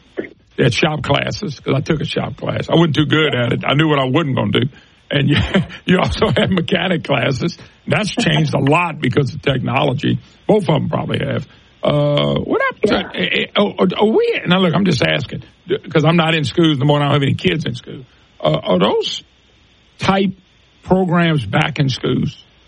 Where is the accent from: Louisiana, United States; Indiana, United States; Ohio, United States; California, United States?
Louisiana, United States; Plaquemine; also born or lived in Baton Rouge; I lived in Northeast Louisiana for 35 years. I'm from the Baton Rouge, Plaquemine area. Born and raised in Plaquemine, but I ended up a couple years in Baton Rouge, but I knew Baton Rouge.